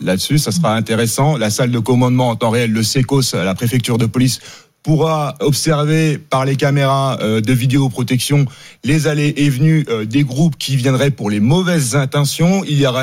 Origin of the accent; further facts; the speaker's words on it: Paris, Île-de-France, France; Alors moi je suis parisien, déjà on va espérer que le PSG nous ramène cette seconde étoile.